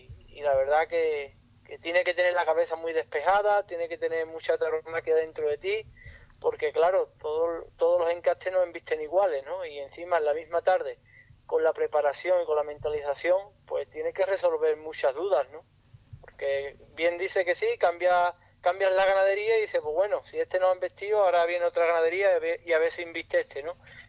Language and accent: Spanish; Andalusia, Spain; la provincia de Cádiz, porque es una provincia muy bonita, es mi tierra